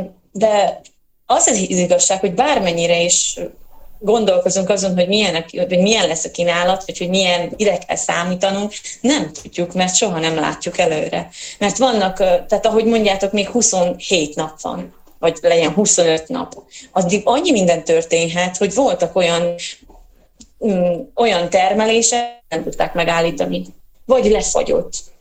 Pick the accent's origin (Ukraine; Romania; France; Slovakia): Ukraine; Zakarpattia Oblast; kárpátaljaiak vagyunk